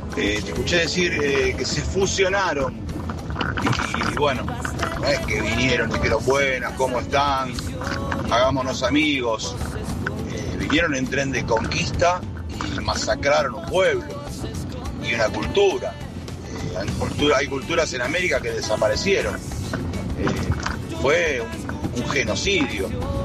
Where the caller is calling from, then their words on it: Canning, Buenos Aires Province, Argentina; de Canning.